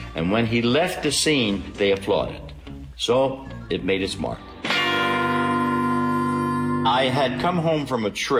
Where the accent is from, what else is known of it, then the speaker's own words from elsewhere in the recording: Philadelphia, Pennsylvania, United States; she thinks it's a kid that I grew up with in South Philly, a lot of Italian kids